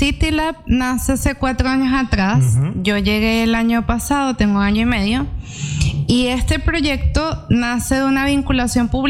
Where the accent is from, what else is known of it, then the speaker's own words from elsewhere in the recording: Venezuela; accent: Venezuelan; now in Chile; como notarán en mi acento, yo soy venezolana